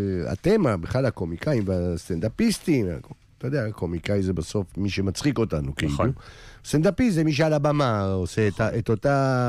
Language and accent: Hebrew; Jerusalem, Jerusalem District, Israel; ירושלמי ואפילו מאותה שכונת ילדות.